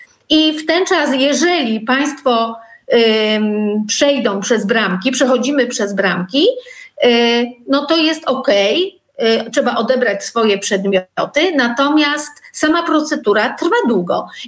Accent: Poznań, Greater Poland Voivodeship, Poland; jestem poznanianką, jestem również wnuczką powstańców wielkopolskich.

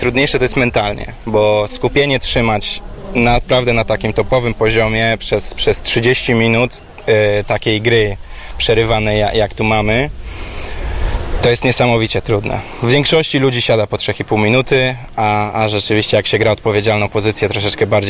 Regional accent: Gdańsk, Pomeranian Voivodeship, Poland; ja z Gdańska jestem, a do Warszawy dojeżdżamy co weekend z tatą, żeby grać.

